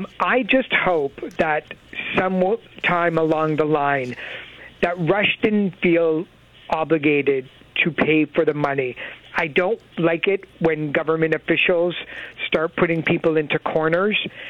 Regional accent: Canada; being Canadian

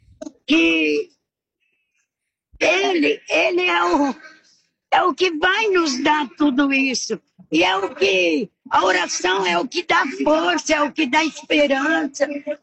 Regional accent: Guararapes, São Paulo, Brazil; Guararapes, interior de São Paulo.

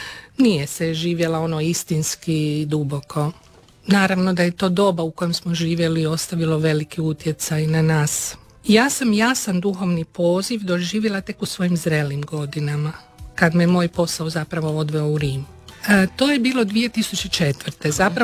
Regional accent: Zagreb, City of Zagreb, Croatia; also born or lived in Karlovac; rođena sam u Karlovcu, jer su moji roditelji tada živjeli u Krašiću, no ubrzo su se preselili u Zagreb, gdje su u Botincu izgradili kuću i ja sam tamo odrasla.

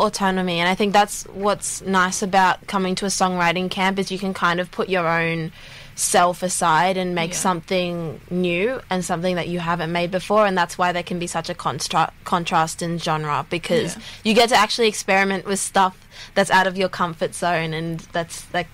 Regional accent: Canberra, Australian Capital Territory, Australia; now in Sydney, Australia; I'm originally from Canberra, but I live in Sydney.

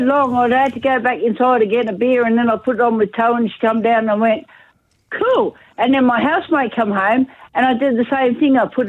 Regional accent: Scotland, United Kingdom; No, I'm Scottish enough English, love.

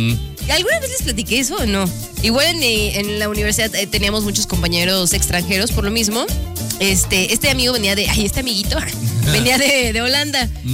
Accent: Mexico; en México no saludamos de doble beso.

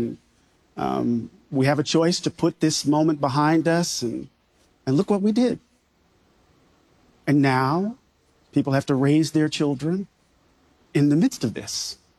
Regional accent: Mississippi, United States; Maybe it's because I'm from Mississippi.

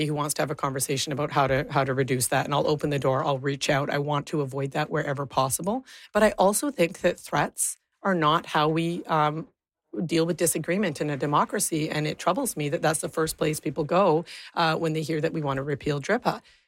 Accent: British Columbia, Canada; together as British Columbians

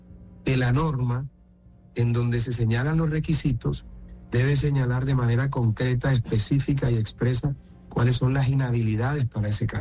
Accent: Colombia; born there; yo nací en Colombia. Yo soy ciudadano por nacimiento. Cumplo los tres requisitos. Mayor de 30 años, ciudadano por nacimiento

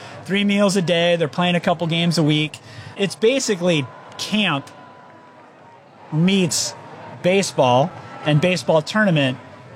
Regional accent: Englewood, United States; born there; you know, I was born in Englewood

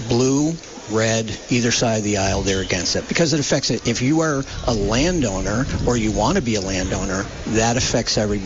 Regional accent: Barre, Vermont, United States; moved away as an adult; also born or lived in California; now in Vermont, United States; I was born and raised in Barrie City.

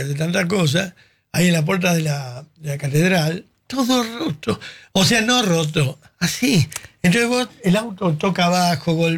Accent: Argentina; somos argentinos.

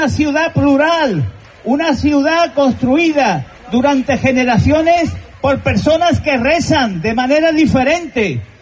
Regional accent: Ceuta, Spain; ¡Somos ceutíes! ¡Somos españoles! Y defendemos nuestra españolidad desde la unidad, desde la convivencia y desde el respeto mutuo.

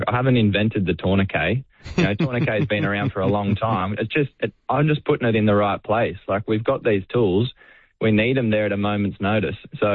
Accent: Bonnie Hills, New South Wales, Australia; I'm from Bonnie Hills, mid-north coast

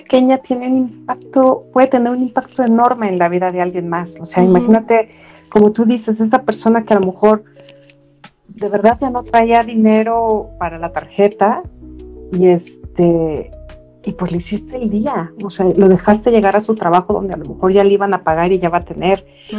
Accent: Mexico; los mexicanos transmitimos ese amor y esa alegría a otras culturas

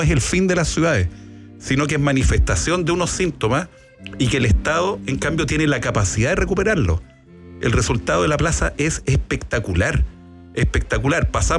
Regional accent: Chile

